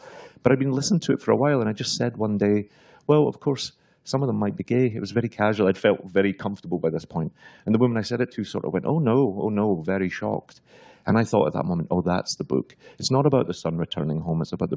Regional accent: New York, United States; And I would say, being a New Yorker, will you phone ahead or will you send an email?

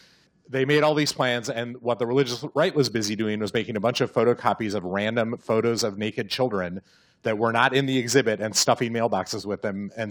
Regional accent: Midwest, United States; accent: Midwestern; Stop making fun of my Midwestern accent.

